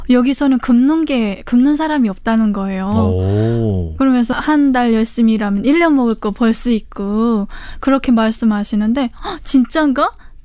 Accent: Kaechon, South Pyongan, North Korea; 저희 고향은 평안남도 개천시입니다.

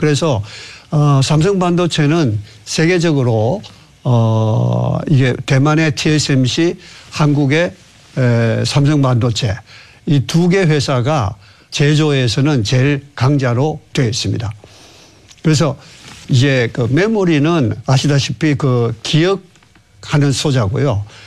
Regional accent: Daegu, South Korea; moved away as an adult; also born or lived in Seoul; 저는 그 고향이 대구입니다. 대구. 대구에서 고등학교까지 졸업하고 대학을 서울로 진학했습니다.

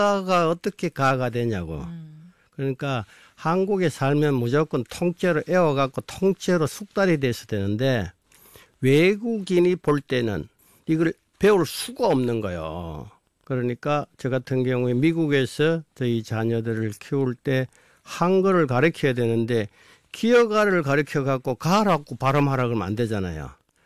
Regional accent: South Korea; 우리는 한국 사람이라

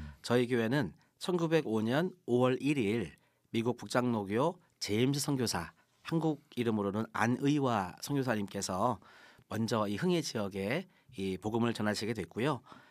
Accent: Jeju, South Korea; moved away as an adult; also born or lived in Cheongju; now in Pohang, South Korea; 고향이 제주도예요. 오. 19대 손으로서 정말 제주도 토박이였는데요. 하나님의 부르심 속에 우리 한신대학교를 입학하게 되면서 이렇게 육지로 올라온 그런 입장이 되겠습니다.

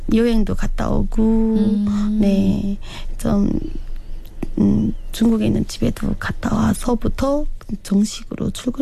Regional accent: Hwanghae, North Korea; now in South Korea; 남한 정착 8개월 차인 황해도가 고향인

